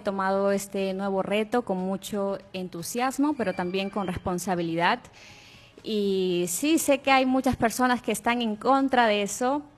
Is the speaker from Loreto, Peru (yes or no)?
yes; Iquitos, Loreto, Peru; born there; Sí, nací de aquí en Iquitos.